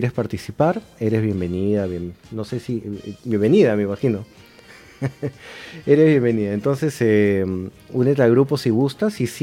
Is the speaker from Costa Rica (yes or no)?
no; Peru; somos peruanos y nos apasiona la música brasileira.